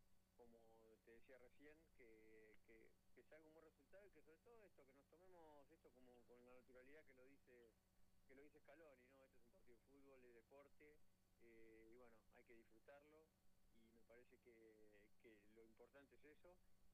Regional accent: Argentina

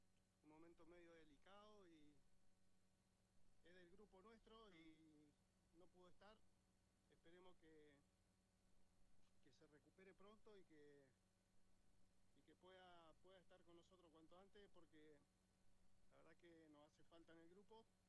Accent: Cervantes, Río Negro, Argentina; now in Ingeniero Huergo, Argentina; yo en realidad soy de Cervantes, ahora hace como 20 años que vivo en Huergo, pero bueno, tengo mi familia, tengo 1000 amigos en Cervantes.

